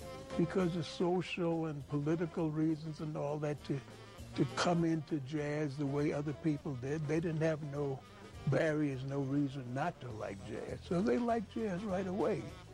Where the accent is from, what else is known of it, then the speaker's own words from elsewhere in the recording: New York, United States; Well, you know, Tavis, I was born in Harlem.